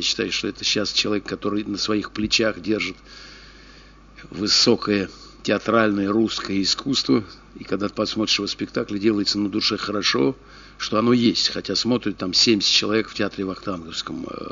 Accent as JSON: {"language": "Russian", "region": "Moscow", "country": "Russia", "tie": "born or raised there", "said": "Я родился в Сокольниках. Значит, где-то там между метро Сокольники и Матросской Тишиной, там родильный дом."}